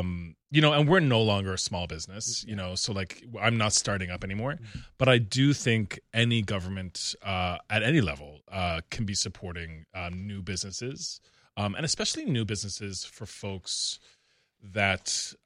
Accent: Newfoundland and Labrador, Canada; I'm from Newfoundland

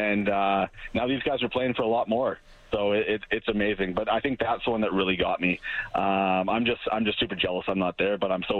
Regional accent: Edmonton, Alberta, Canada; I'm obviously from Edmonton. I'm a big country fan. I love my country music

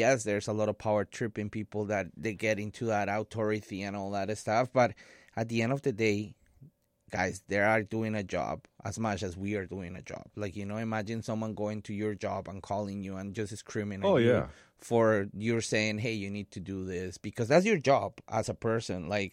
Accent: Colombia; moved away; I come from Colombia

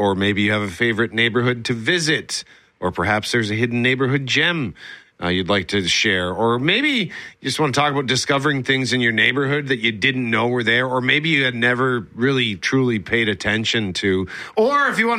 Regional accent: Winnipeg, Manitoba, Canada; I grew up in Transcona, lived there for the first 28 years. Probably more. I think it was over 30 by the time I moved out of Transcona.

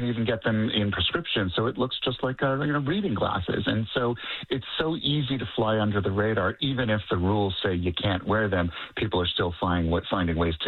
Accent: Canada; we're Canadian

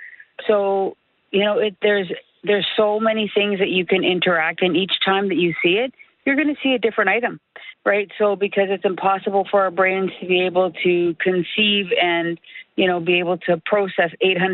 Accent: Northern Canada, Canada; moved away; I was born and raised in the North.

